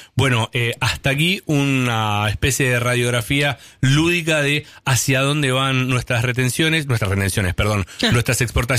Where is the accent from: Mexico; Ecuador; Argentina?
Argentina; Tucumán; Sí, eso siempre somos tucumanos.